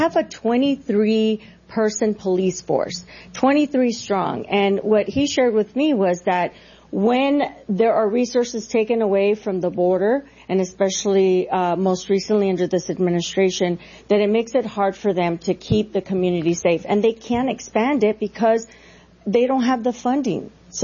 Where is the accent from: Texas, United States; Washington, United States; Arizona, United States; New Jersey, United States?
Arizona, United States; Eloy; Pinal County, I grew up in Pinal County in Eloy, as you all know